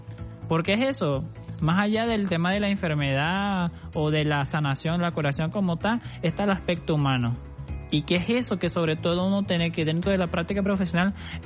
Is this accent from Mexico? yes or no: no; Brazil; Spanish is a second language; moved away as an adult; now in Venezuela; No soy venezolano. ¿De dónde eres? Soy de Brasil.